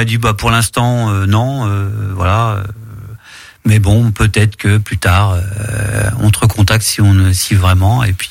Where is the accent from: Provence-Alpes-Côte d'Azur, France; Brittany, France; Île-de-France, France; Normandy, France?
Île-de-France, France; moved away; j'étais en région parisienne.